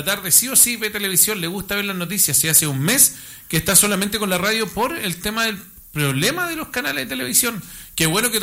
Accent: Curicó, Maule, Chile; yo soy de Curicó y también están con el problema de la señal

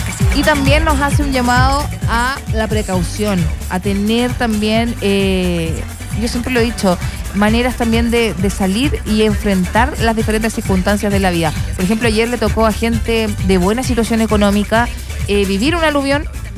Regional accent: Chile; los chilenos somos los resilientes, somos fuertes

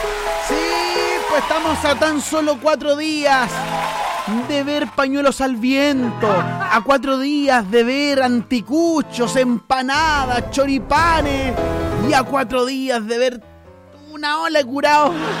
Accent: Chile; Más chileno que los porotos. Más chileno que... ¡Puta que soy chileno!

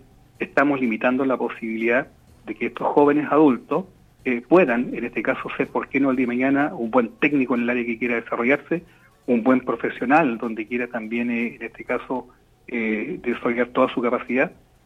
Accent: Constitución, Maule, Chile; yo lo estoy viendo incluso en mi pueblo, que es bastante chico comparado con ustedes, Constitución

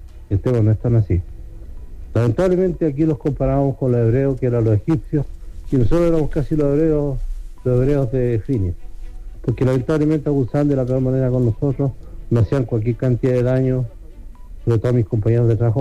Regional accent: Calama, Antofagasta, Chile; porque yo soy de acá de Calama y tengo una muy mala opinión de Codelco.

